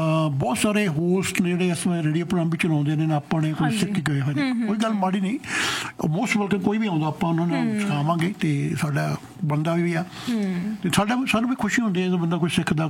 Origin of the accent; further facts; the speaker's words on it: Punjab, India; ਸਾਡਾ ਪਿੰਡ ਪੈਂਦਾ ਮੁੱਲਾਪੁਰ ਦੇ ਜਗਰਾਉਂ ਦੇ ਵਿਚਾਲੇ।